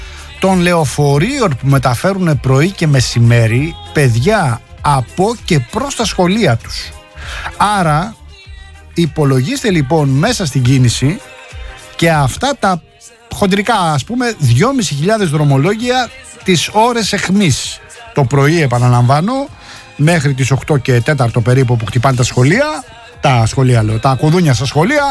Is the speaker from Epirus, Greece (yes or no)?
no; Rafina, Attica, Greece; moved away; στον τόπο μου τον βλέπω αλλαγμένο.